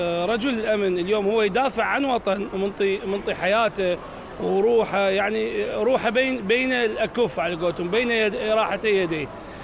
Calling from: Iraq

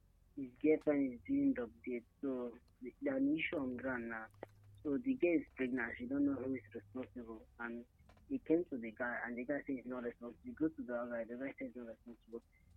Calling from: Enugu, Enugu State, Nigeria; I'm calling from Enugu.

